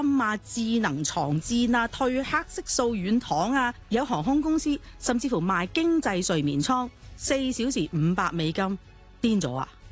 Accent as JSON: {"language": "Cantonese", "country": "Hong Kong", "said": "我们香港人"}